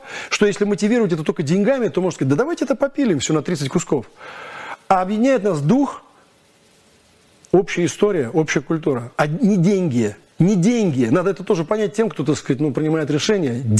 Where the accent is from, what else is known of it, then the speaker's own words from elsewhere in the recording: Moscow, Russia; Видимо, потому что я коренной, поэтому оно у меня есть. Да? Потому что я к Москве отношусь как к историческому, как бы, центру цивилизации.